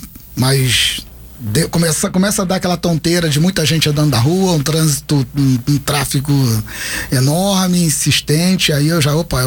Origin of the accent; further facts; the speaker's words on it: Rio de Janeiro, Brazil; accent: carioca; Eu sou da capital, eu sou da zona oeste do Rio de Janeiro, sou de Campo Grande.